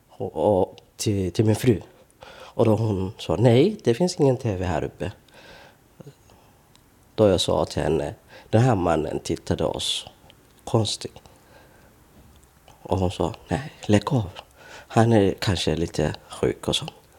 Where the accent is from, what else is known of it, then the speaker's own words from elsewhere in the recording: Somalia; now in Borlänge, Sweden; Vi är ju från Somalia.